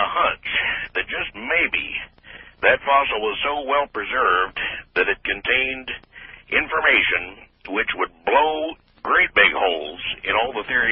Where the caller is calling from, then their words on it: Phoenix, Arizona, United States; in Phoenix.